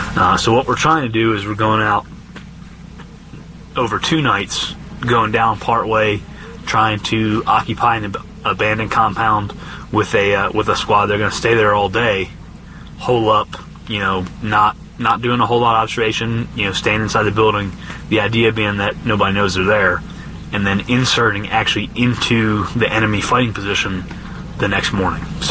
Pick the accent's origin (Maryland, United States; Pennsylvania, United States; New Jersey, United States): Maryland, United States; Denton; also born or lived in Annapolis, Maryland; I'm from Denton, Maryland. I'm 30 years old.